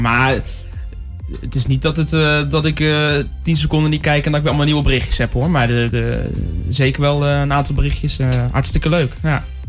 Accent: Zelhem, Gelderland, Netherlands; Ik kom uit Zelhem

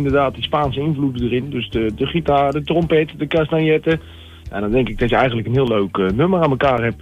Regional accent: Ochten, Gelderland, Netherlands; Ja, ik kom zelf uit Ochten. Dus dat ligt tussen Tiel en Nijmegen in.

